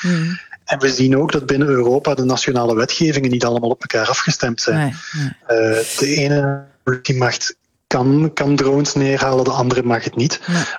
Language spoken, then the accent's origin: Dutch; Belgium